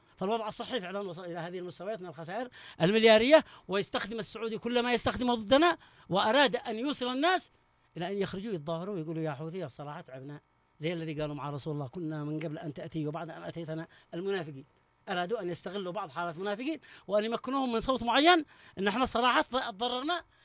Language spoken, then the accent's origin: Arabic; Yemen; احنا شعب يمني جلف، شعب قوي يعني